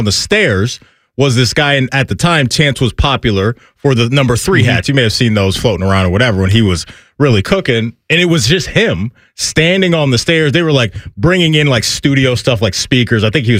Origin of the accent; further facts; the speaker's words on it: United States; accent: American; my American accent would pop.